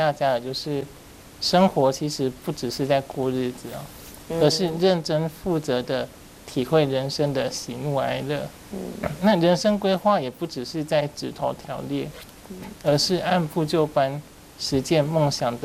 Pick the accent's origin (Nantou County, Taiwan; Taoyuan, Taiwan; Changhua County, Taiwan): Nantou County, Taiwan; born there; 因为我们是南投人哈